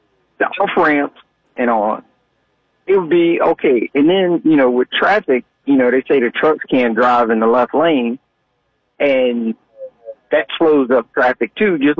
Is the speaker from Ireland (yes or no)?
no; Charlotte, North Carolina, United States; And you know, I grew up here in Charlotte, and we had Independence, South Tron, and 74.